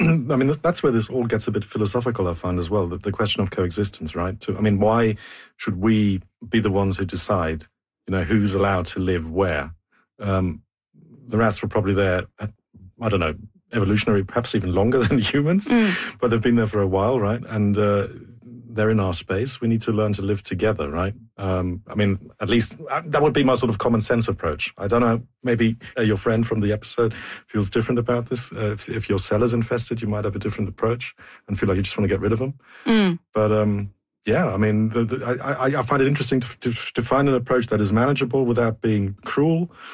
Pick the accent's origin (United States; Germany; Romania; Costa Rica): Germany; because I grew up in Germany, so I was aware of these places.